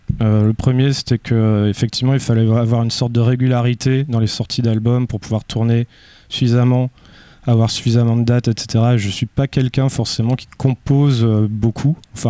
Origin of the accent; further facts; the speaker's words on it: Brittany, France; je viens du Finistère.